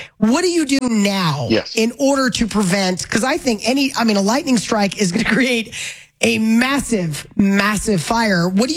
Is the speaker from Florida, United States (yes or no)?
yes; Florida, United States; but I grew up in Florida, so I know about them